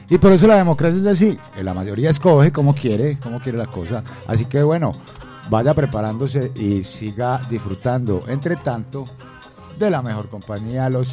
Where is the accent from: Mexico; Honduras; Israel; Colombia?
Colombia; Todos somos colombianos